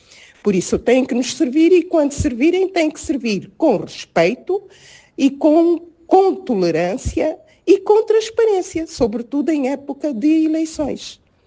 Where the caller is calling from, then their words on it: Angola; Sou angolana